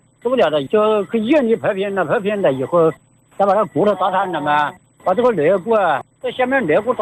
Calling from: Tianmen, Hubei, China; 我是黄山天门的。

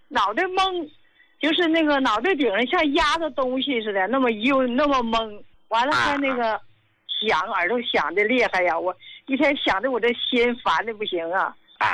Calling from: Qinhuangdao, Hebei, China; 我是哪的人？我是秦皇岛的。我今年呢83岁了

